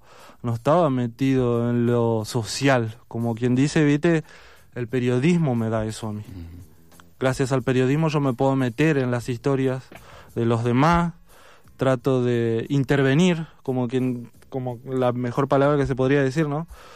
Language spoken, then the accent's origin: Spanish; Quilmes, Buenos Aires Province, Argentina; also born or lived in La Boca, Buenos Aires; yo vivía toda la vida, yo tengo 35 años y viví toda mi vida en Villa Itatí. Yo nací en el barrio La Boca, pero nada, me crié en Villa Itatí, hasta el día de hoy vivo en Villa Itatí.